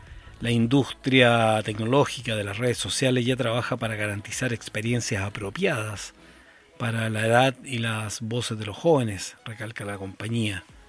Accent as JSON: {"language": "Spanish", "country": "Venezuela", "lives_now": "Colombia", "said": "Soy de Venezuela, pero vivo en Colombia."}